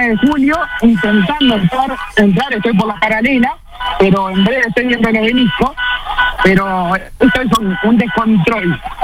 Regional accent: Uruguay; now in Argentina; Recordemos que yo soy uruguayo y tengo la bandera uruguaya acá en el auto.

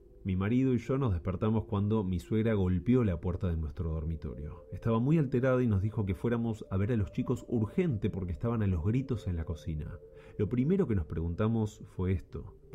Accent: San Isidro, Buenos Aires Province, Argentina; now in San Fernando, Argentina; Yo en realidad soy de San Isidro.

